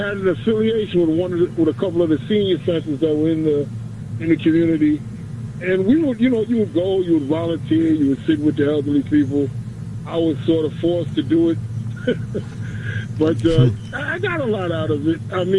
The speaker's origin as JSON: {"language": "English", "town": "New York City", "region": "New York", "country": "United States", "tie": "born or raised there", "said": "When I was younger, in our community in South Jamaica, we had a community center"}